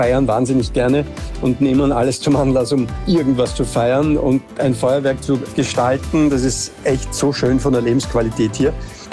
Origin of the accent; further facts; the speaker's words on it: Austria; moved away as an adult; now in Spain; Im Herzen bin ich noch Österreicher, muss ich sagen, obwohl ich vor 4 Jahren weggegangen bin aus Österreich.